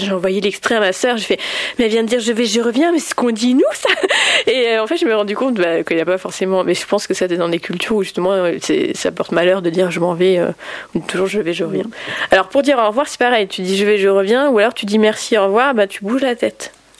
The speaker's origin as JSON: {"language": "French", "town": "Auxerre", "region": "Bourgogne-Franche-Comté", "country": "France", "tie": "born or raised there", "moved": "yes", "lives_now": "Paris, France", "said": "Ouais, je suis née et j'ai grandi à Auxerre."}